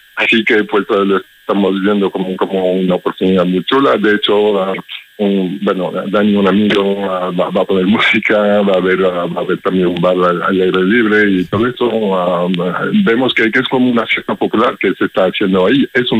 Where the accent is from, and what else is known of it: Belgium; Spanish is a second language